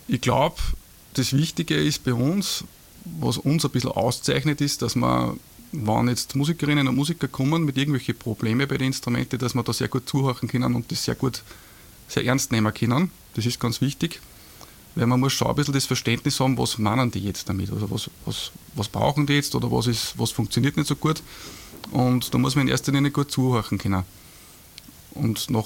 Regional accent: Dörnbach, Austria; Genau, ich bin sogar ursprünglich aus Dörnbach. Also Dörnbach ist wirklich meine Heimatort. Ich bin auch in dieselbe Volksschule gegangen wie ihr.

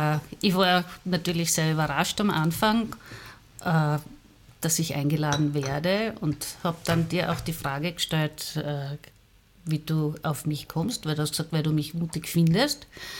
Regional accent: Graz, Styria, Austria; Ja, also ich komme aus Graz. Ich bin vor ziemlich genau 60 Jahren in Graz-Maria-Trost geboren worden, in der Maria-Troster-Straße.

